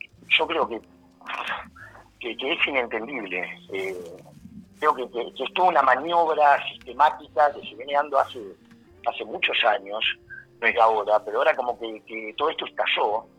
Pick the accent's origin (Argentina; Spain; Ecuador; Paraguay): Argentina; Moreno, Buenos Aires Province; Yo soy oriundo de Moreno, pero ahora estoy viviendo acá cerquita de donde tiene la radio ustedes.